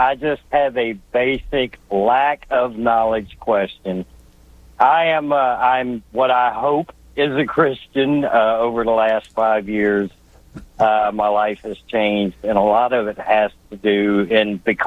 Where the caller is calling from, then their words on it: Tulsa, Oklahoma, United States; We are new to Tulsa within the last year, and I am feeling really drawn to the Catholic Church, but none of my family was Catholic.